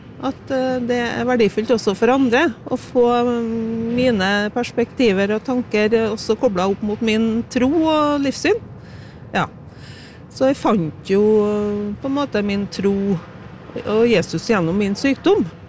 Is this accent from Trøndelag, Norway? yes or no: yes; Trøndelag, Norway; Ja, der det 60-70 innbyggere, der jeg kommer fra da, det hjemgården min, så det en trøndersk gårdsbruk.